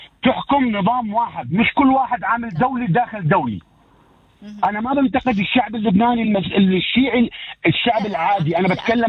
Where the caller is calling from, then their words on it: Palestine; أنا فلسطيني.